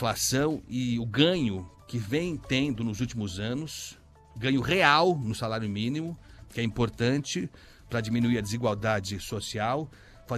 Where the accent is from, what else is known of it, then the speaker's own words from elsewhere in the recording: São Paulo, Brazil; Infelizmente, eu estou falando aqui como paulistano, que paga, inclusive, para essa Polícia Militar